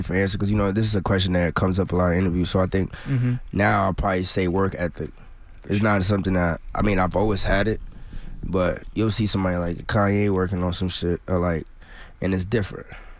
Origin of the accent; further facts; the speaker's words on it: Minnesota, United States; It's like the same thing if we're from Minnesota, it's just like preaching about Minnesota too.